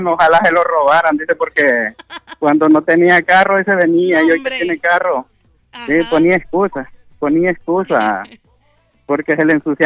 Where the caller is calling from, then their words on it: Comayagua, Honduras; aquí el kilómetro 129 entre Tablabéis y Guatepeque.